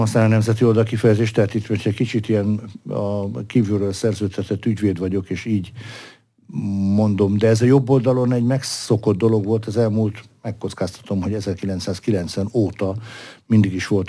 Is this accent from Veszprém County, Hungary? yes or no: yes; Veszprém, Veszprém County, Hungary; amikor visszajöttem, akkor a szülővárosom, Veszprém készült arra, hogy Európa kulturális fővárosa legyen